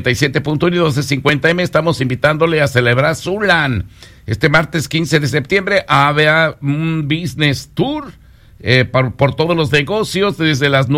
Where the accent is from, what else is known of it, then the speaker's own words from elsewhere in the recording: Ciudad Guzmán, Jalisco, Mexico; moved away; en mi pueblo, allá en Ciudad Guzmán, Jalisco